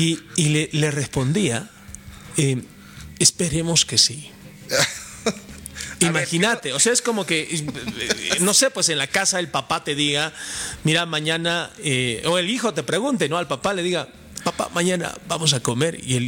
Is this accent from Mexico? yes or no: no; La Paz, Bolivia; no nos merecemos esto como paceños.